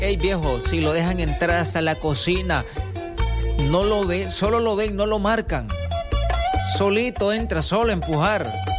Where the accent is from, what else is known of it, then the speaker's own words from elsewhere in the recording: El Salvador; Sigo siendo salvadoreño